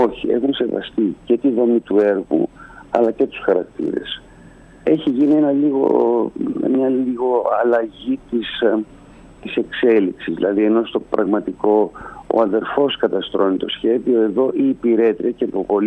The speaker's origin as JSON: {"language": "Greek", "country": "Greece", "said": "Εμείς ως Έλληνες"}